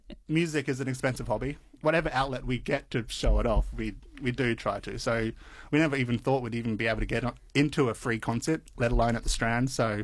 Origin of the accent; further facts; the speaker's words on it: Townsville, Queensland, Australia; being a kid growing up in North Queensland, I wanted to play music.